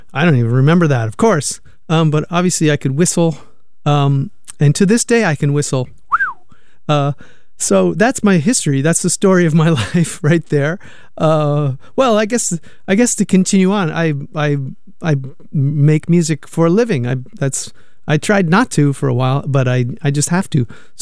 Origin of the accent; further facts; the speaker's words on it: Canada; I grew up in Canada.